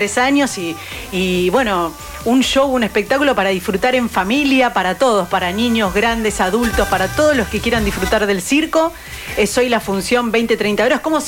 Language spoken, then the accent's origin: Spanish; Villa Constitución, Santa Fe, Argentina; Yo soy de Villa Constitución.